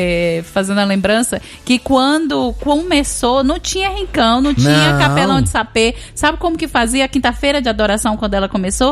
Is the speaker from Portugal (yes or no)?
no; Vitória da Conquista, Bahia, Brazil; moved away; porque eu sou de Vitória da Conquista na Bahia